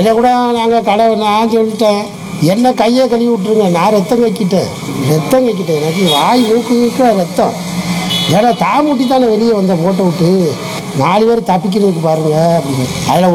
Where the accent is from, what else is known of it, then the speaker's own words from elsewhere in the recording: Chennai, Tamil Nadu, India; also born or lived in Pamban; நான் பிறந்தது பாம்பன் தான், ஆனால் வளர்ந்தது ஃபுல்லாக சென்னை. சென்னையில் வளர்ந்தேன்.